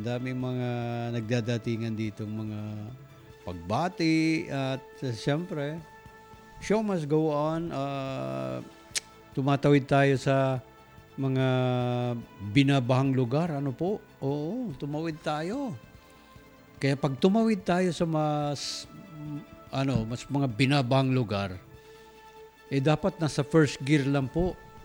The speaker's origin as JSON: {"language": "Tagalog", "town": "Davao", "region": "Davao Region", "country": "Philippines", "said": "Ba, doon sa amin sa Davao, pati yung uod sa ilalim ng puno ng niyog, tawag namin doon ay batud sa Bisaya."}